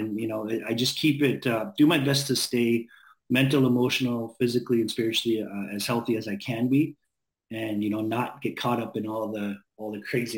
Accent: Vancouver, British Columbia, Canada; moved away; also born or lived in Penticton; Oh, so I went from East Vancouver. You know, I grew up in East Van there where it was sort of rocky.

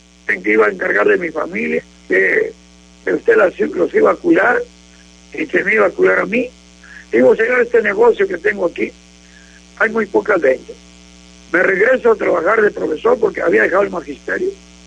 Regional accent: Río Bravo, Mexico; venían muchos de mi pueblo, de Río Bravo, venían en el autobús.

